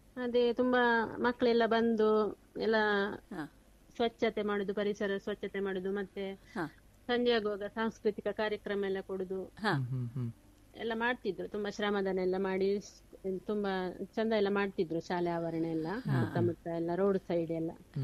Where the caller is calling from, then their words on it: Karnataka, India; ಸಾಲೇತೂರಿಂದ